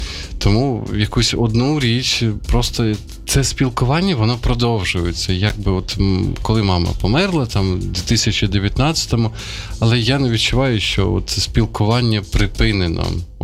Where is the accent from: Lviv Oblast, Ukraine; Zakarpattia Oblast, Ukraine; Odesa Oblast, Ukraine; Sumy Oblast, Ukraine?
Sumy Oblast, Ukraine; Sumy; born or raised there; moved away